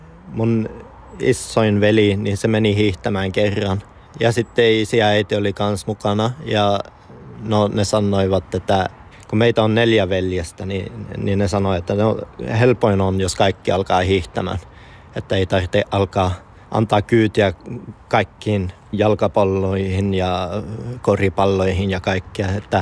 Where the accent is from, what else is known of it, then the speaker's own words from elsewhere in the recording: Gällivare, Norrbotten County, Sweden; now in Luleå, Sweden; Mä olen Gällivaarasta, Koskisköllestä ja suomalainen ja ruotsalainen samalla aikaa, että jotakin kummaa siinä tapahtui. Ja sitten mä hiihän ja joo, asun täällä Luulajassa.